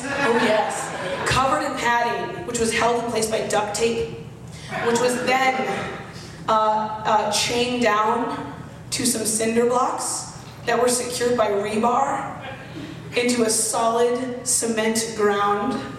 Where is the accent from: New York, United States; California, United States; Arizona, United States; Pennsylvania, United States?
Arizona, United States; born or raised there